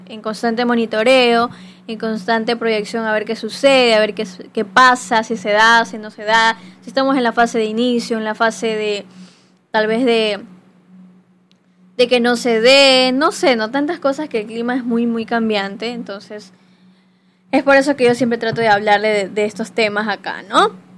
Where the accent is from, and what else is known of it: Ecuador